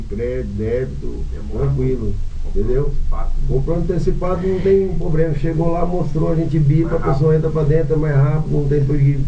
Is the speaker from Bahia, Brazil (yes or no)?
no; Marília, São Paulo, Brazil; Eu sou de Marília